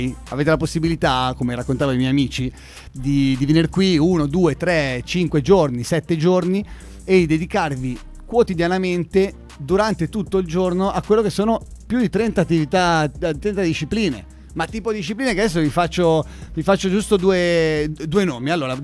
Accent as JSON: {"language": "Italian", "town": "Senigallia", "region": "Marche", "country": "Italy", "said": "siamo da Senigallia"}